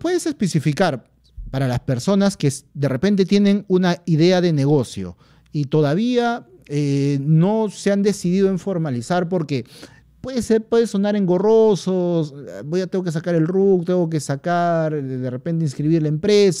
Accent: Peru; todos somos peruanos

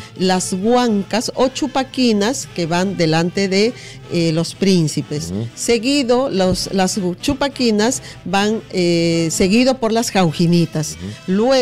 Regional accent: Peru; a nosotros como peruanos nos enorgullece que nuestras raíces vaya creciendo

